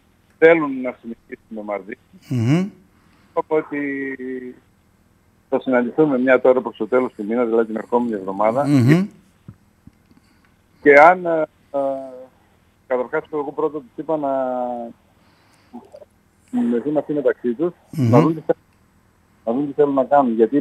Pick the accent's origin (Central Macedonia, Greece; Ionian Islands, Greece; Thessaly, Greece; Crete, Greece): Central Macedonia, Greece; Lagyna; το χωριό μου τα Ραγινά